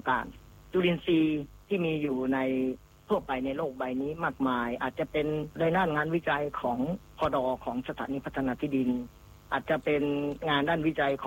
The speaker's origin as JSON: {"language": "Thai", "region": "Phichit", "country": "Thailand", "tie": "born there", "moved": "yes", "lives_now": "Bueng Samakkhi, Kamphaeng Phet, Thailand", "said": "เกิดที่จังหวัดพิจิตรแต่ว่าณปัจจุบันเนี่ยยึดที่นี่ว่าสถานบ้านช่องบ้านเลขที่75หมู่3บ้านวัดใหม่ตำบลบึงสามัคคีอำเภอบึงสามัคคีจังหวัดกำแพงเพชร"}